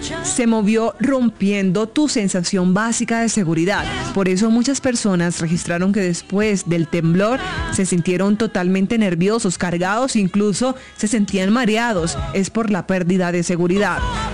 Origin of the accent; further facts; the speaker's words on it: Colombia; nos duele como colombianos, porque es nuestra patria, es nuestra tierra.